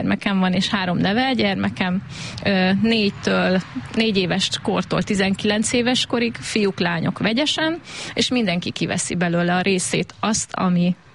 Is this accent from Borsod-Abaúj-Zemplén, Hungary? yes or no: yes; Zalkod, Borsod-Abaúj-Zemplén, Hungary; hogy én a Tisza túloldaláról, a Bodrog közszívéből, Zalkodról kerültem ide. Tulajdonképpen ezt beszéltük is, hogy a szerelem hozott engem ide. És nagyon szép gyermekkorom volt ott, igazán egy kicsi kincs, az én szívemnek egy csücske.